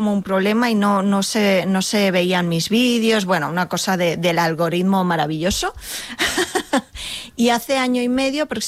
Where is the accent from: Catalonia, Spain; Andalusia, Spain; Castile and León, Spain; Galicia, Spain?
Catalonia, Spain; Molins de Rei; also born or lived in Barcelona; yo nací en Barcelona, soy nacida en Barcelona, pero yo me he criado aquí en Molins.